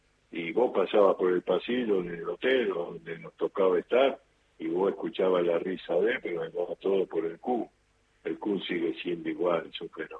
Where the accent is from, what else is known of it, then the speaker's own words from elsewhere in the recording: Buenos Aires, Argentina; No, digo, nací en el Pirovano, sí, siempre estuve en capital